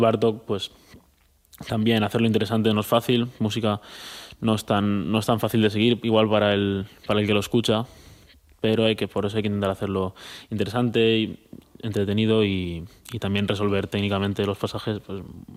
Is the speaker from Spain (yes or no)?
yes; Rafelbuñol, Valencian Community, Spain; moved away as an adult; now in Madrid, Spain; yo soy de Valencia.